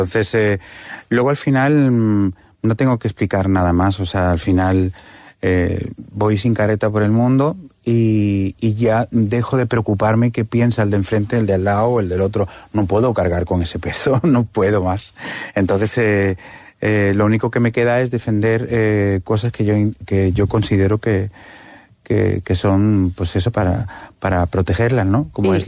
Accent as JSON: {"language": "Spanish", "region": "Catalonia", "country": "Spain", "tie": "born or raised there", "moved": "as an adult", "lives_now": "Costa del Sol, Málaga, Spain", "said": "yo soy un ser que he crecido, como te digo, en un barrio de andaluz, siendo catalán, con mis padres, cada uno de una parte de un punto distinto de España."}